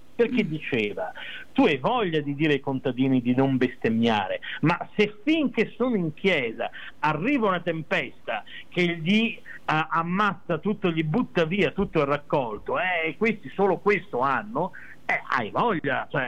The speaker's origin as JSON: {"language": "Italian", "town": "Pernumia", "region": "Veneto", "country": "Italy", "said": "io sono di Ternunia, quindi è un mio io sono un suo compaesano."}